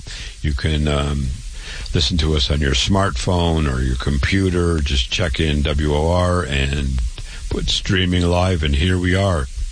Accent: Waterloo, Iowa, United States; I was born and raised in Waterloo, Iowa. I went to public school, went to university, went to medical school

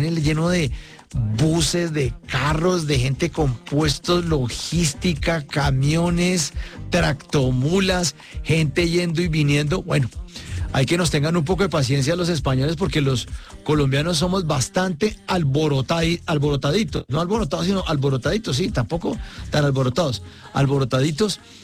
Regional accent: Colombia; Yo como colombiano lo siento mucho por los vecinos

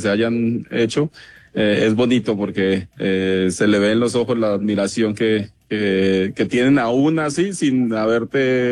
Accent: Apartadó, Antioquia, Colombia; born there; moved away; yo nací en una zona muy futbolera donde han salido grandes futbolistas en Colombia. Yo soy colombiano. Es una zona que se llama el Urabá antioqueño, apartado Antioquia. Y han salido muchísimos futbolistas, o hemos salido muchísimos futbolistas de alto nivel, y es una zona platanera, bananera, en Colombia

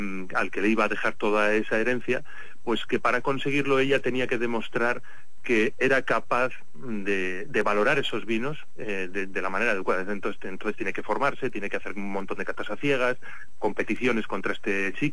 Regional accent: Spain; los españoles somos más de admirar lo de fuera y menos lo de dentro

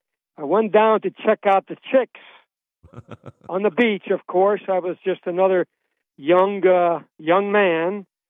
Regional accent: Akron, Ohio, United States; also born or lived in Budapest, Hungary / Vienna, Austria; Well, I was born outside of Budapest, Hungary. From there, I lived in Vienna, Austria. And then I finally moved to Akron, Ohio, where I went to grade school through the University of Akron.

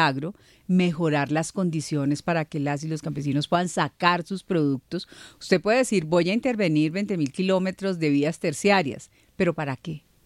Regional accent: Bogotá, Bogotá D.C., Colombia; born there; Yo soy egresada de un colegio público de Bogotá, del Liceo Femenino de Cundinamarca.

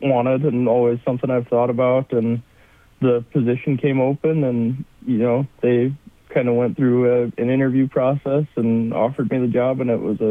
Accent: Arlington, South Dakota, United States; I'm from Arlington, South Dakota. I graduated high school there in 2015.

